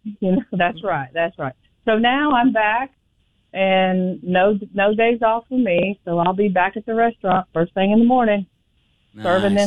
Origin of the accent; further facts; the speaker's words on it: Nashville, Tennessee, United States; now in Alabama, United States; I'm from Tennessee. Mm-hmm. I'm from Nashville. I grew up there.